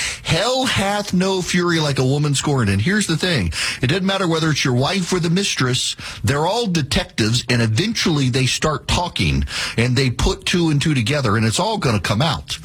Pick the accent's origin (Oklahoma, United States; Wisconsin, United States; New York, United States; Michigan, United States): Oklahoma, United States; I obviously I got a little bit of a bias in my home state, keeping up with the elections there